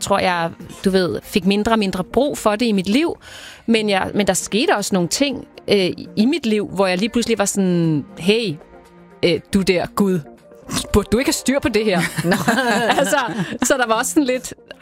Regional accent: Skovshoved, Capital Region, Denmark; jeg voksede op i Skovs Hoved. Jeg kunne godt lide at gå i Skovs Hoved Kirke.

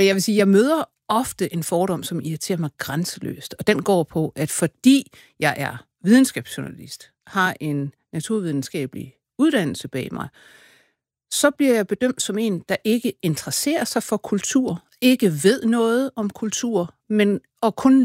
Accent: Aarhus, Central Denmark Region, Denmark; Jeg er fra Aarhus.

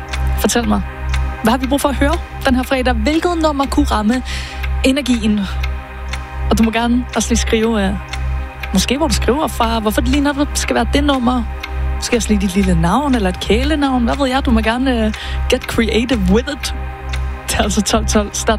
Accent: Tisvildeleje, Capital Region of Denmark, Denmark; nu er jeg jo selv fra Tisvildeleje

